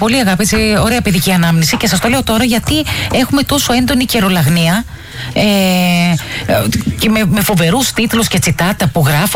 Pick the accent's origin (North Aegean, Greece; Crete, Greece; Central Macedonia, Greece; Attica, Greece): North Aegean, Greece; Mytilene; Εγώ θυμάμαι που γεννήθηκα και μεγάλωσα στη Μυτιλήνη, είχαμε και καφενείο.